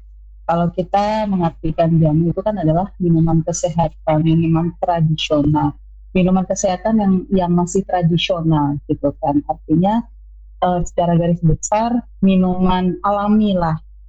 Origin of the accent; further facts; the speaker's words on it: Jayapura, Papua, Indonesia; Saya lahir besar di Jayapura. Saya sudah berkeluarga. Kebetulan saya kelahiran di tahun 87. Tahun 87, udah tua